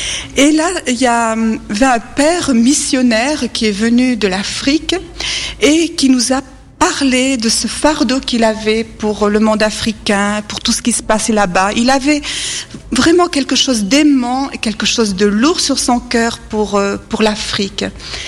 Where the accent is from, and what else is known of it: France